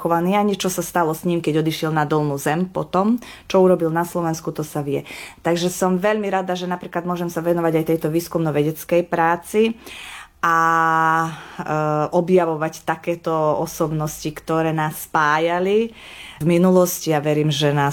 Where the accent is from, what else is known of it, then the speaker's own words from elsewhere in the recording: Janošík, Vojvodina, Serbia; pochovaný bol v mojej rodnej obci v Janošiku, teda v Srbsku dnešnom.